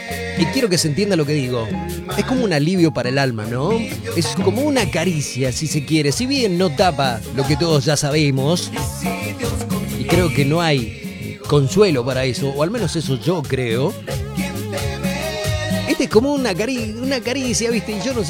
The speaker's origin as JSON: {"language": "Spanish", "country": "Argentina"}